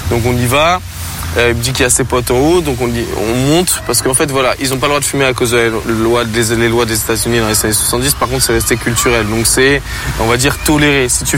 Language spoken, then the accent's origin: French; Champigny-sur-Marne, Île-de-France, France; moi, je viens de Champigny, c'est juste à côté, 94 et tout.